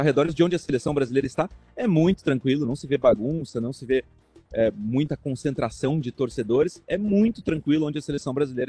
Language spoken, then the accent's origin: Portuguese; South Region, Brazil; nós que somos do Sul